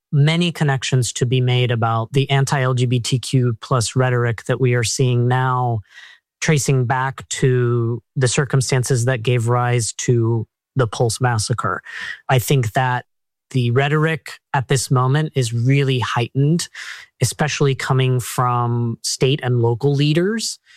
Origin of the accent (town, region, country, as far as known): Colorado Springs, Colorado, United States; born or raised there